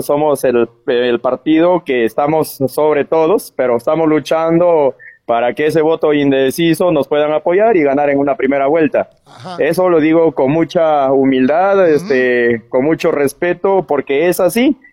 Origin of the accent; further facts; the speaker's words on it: Cumba, Amazonas, Peru; also born or lived in Utcubamba / Bagua; Hemos estado en el distrito de Cumba, en la cual soy natural de allá